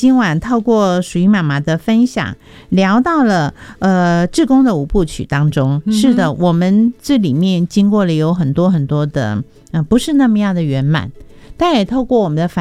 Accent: northern Taiwan, Taiwan; 我们北部人就会被标签说我们叫天龙国的人

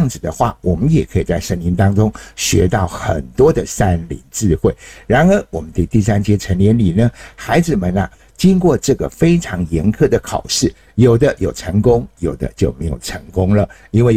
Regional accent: Miaoli County, Taiwan; 尤其我老家刚刚也说了，苗栗县的八卡山部落，我们位处于海拔1000公尺的高山，冬天真的很冷

